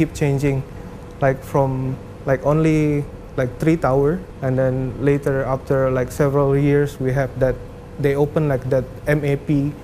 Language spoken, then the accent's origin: English; Indonesia; I'm from Indonesia.